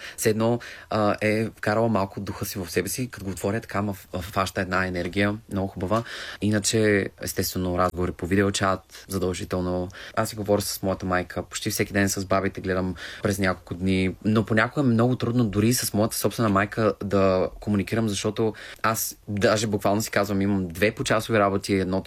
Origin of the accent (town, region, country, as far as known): Targovishte, Targovishte Province, Bulgaria; born or raised there